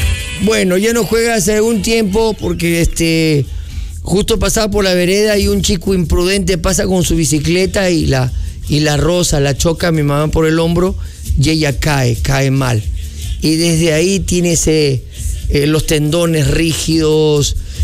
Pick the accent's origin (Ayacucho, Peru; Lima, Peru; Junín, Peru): Lima, Peru; Mala; este lorito es de Mala, tamalero, chicharronero, platanero. Sí, mi Mala Hermosa, mi tierra hermosa.